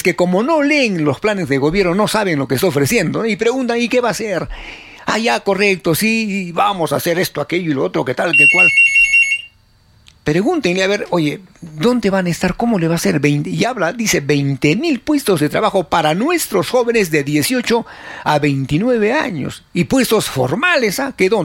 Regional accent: Arequipa, Peru; Somos los cholitos de Arequipa.

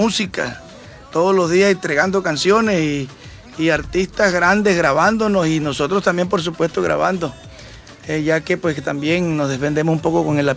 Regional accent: Cesar, Colombia; now in Aguachica, Colombia; Yo soy del departamento del Cesar, la capital es Valledupar, pero resido en Aguachica, Cesar

